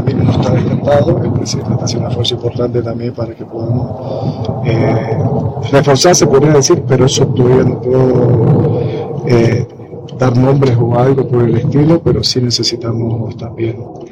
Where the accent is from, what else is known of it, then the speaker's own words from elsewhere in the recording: Santa Cruz, Bolivia; porque yo soy de Santa Cruz y soñaba con jugar en Oriente, Blooming.